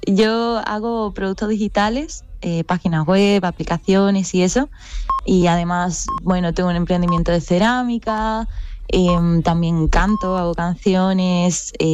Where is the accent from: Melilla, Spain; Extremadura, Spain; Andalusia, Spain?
Andalusia, Spain; Cádiz; moved away as an adult; also born or lived in Madrid; now in Uruguay; Bueno, acento tengo ya una mezcla. Sí. Porque... sí. Bueno, yo soy de allí, de Cádiz. Cuando estudié la carrera me fui a Madrid unos años